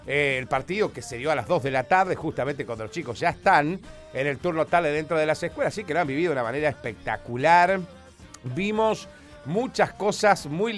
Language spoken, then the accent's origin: Spanish; Argentina; Como todo argentino de bien